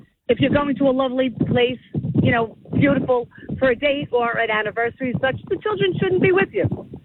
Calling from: Long Beach, New Jersey, United States; I'm from Long Beach.

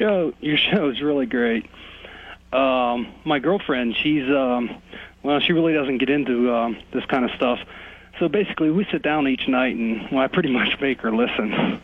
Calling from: Pennsylvania, United States; Pennsylvania.

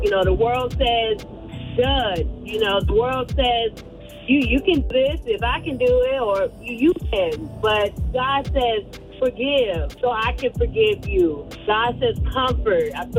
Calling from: Richmond, Virginia, United States; Hey, I'm calling from Richmond, Virginia.

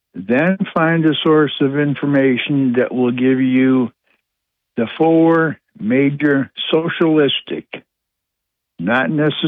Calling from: Owego, New York, United States; from Wego.

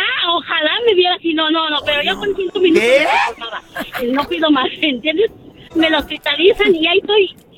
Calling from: San Diego, California, United States; una estación aquí de San Diego, porque yo soy de San Diego

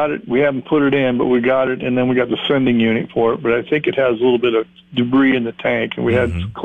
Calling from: Lynch, Nebraska, United States; from Lynch, Nebraska.

